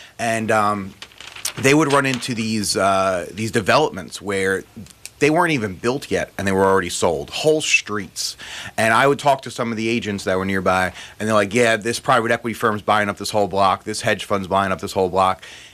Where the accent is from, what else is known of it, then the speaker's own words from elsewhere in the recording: New York City, New York, United States; Growing up in the New York City area